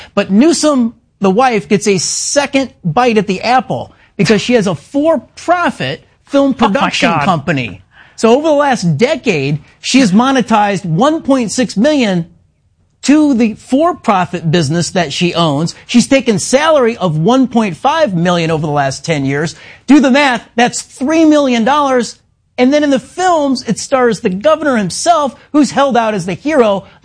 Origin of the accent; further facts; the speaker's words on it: Illinois, United States; Laura, you know, I'm from Illinois. It is the Super Bowl of corruption.